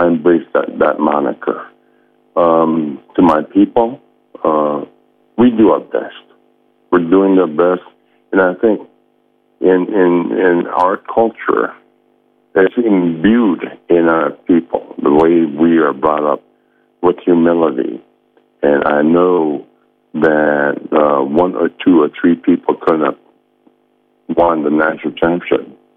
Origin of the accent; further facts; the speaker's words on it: American Samoa; first language Samoan; English is a second language; moved away; I was raised with a kerosene lantern in Fangatong, American Samoa.